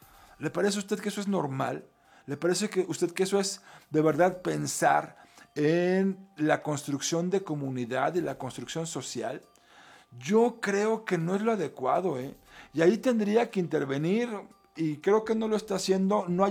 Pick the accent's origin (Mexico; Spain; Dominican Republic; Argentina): Mexico; Guadalajara, Jalisco; como tapatío, como habitante de esta ciudad, que disfruta de esta ciudad